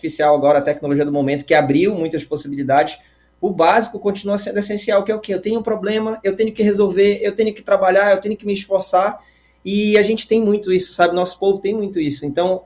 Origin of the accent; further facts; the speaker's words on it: Belém, Pará, Brazil; accent: paraense; now in Florianópolis, Brazil; aqui meu sotaque totalmente paraense, todo mundo reconhece.